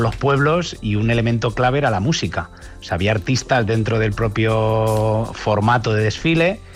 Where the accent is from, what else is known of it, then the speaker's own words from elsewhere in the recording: Toledo, Castilla-La Mancha, Spain; por los pueblos de Toledo, porque nosotros somos de Toledo.